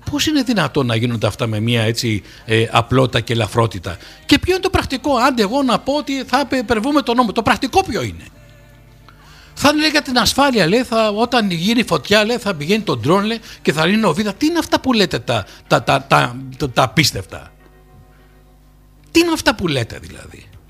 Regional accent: Greece; Δηλαδή, εγώ δεν μπορώ να πω ότι είμαι από τη Τσεχία, Έλληνας είμαι.

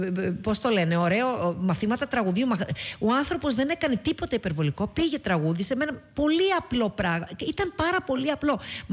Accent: Greece; εγώ είμαι Ελληνίδα, φίλε

